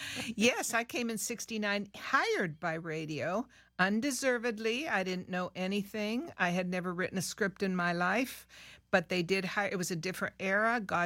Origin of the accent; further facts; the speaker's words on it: Peru; I had never learned Spanish formally. I was born and raised in Peru, but it was interesting.